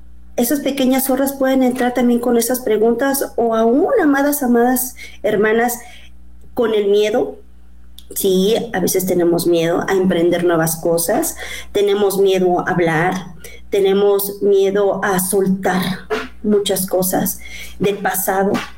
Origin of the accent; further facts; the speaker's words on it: Chiapas, Mexico; vengo de Chiapas